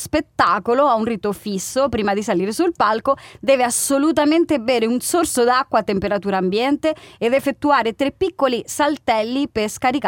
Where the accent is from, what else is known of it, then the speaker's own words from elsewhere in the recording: Catalonia, Spain; moved away; Pensa che nella mia terra, in Catalunia